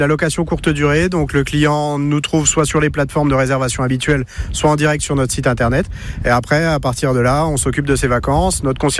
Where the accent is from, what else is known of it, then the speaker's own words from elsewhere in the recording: Bourgogne-Franche-Comté, France; moi ici par amour et par adoption, mais je suis de Bourgogne-Franche-Comté à la base.